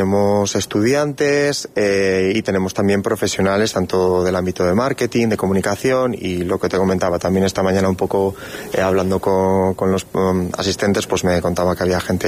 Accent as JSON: {"language": "Spanish", "town": "Calatayud", "region": "Aragon", "country": "Spain", "said": "Yo soy de aquí, de Calatayud"}